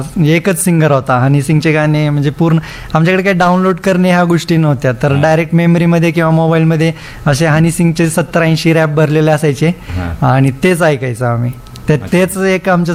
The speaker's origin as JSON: {"language": "Marathi", "town": "Dharashiv", "region": "Maharashtra", "country": "India", "said": "कॉलेजमध्ये कधी कधी मी आता मी उस्मानाबादचाच आहे ना"}